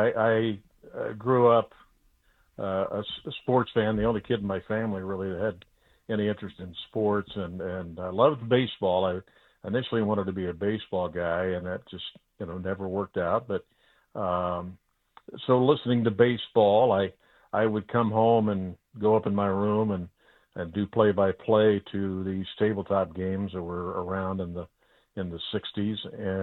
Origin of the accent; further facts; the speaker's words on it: Indiana, United States; I grew up in Indiana, and you know, it's a state law. You have to like basketball.